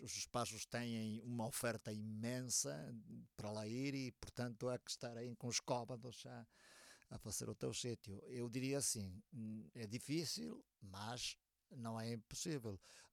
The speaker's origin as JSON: {"language": "Portuguese", "town": "Vigo", "region": "Galicia", "country": "Spain", "accent": "Rías Baixas, Vigo Galician", "second_language": "Portuguese", "said": "E eu sou de Vigo"}